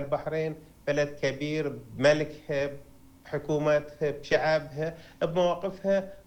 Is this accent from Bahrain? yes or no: yes; Bahrain; حق أصيل لنا كبحرينيين